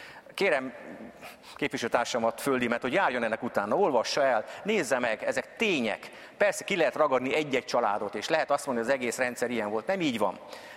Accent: Budapest, Hungary; én Csepelen nőttem föl, tehát ott jártam általános iskolában, akkor a gyerekkoromban fölkerültek a szüleim Budapestre, Csepelre

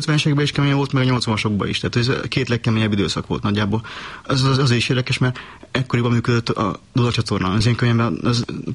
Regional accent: Transylvania, Romania; Ez nem igazán az az erdély, amiben én éltem, hanem egy fiktív erdély.

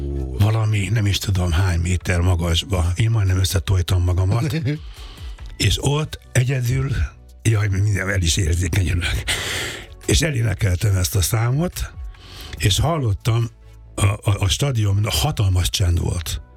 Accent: Budapest, Hungary; Hogyha megengeded, mondok egy sztorit erről, hogy én a Népstadion mellett nőttem fel a Stefánián.

